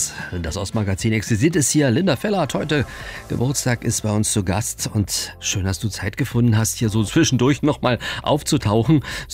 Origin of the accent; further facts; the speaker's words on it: Lübbenau, Brandenburg, Germany; Ich komme aus Lübbenau, die Gurken sind ja auch alle rübergegangen.